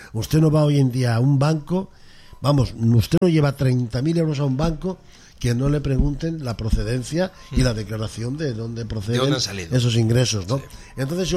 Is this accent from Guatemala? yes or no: no; Galicia, Spain; La pregunta, como buen gallego, se la devuelvo yo.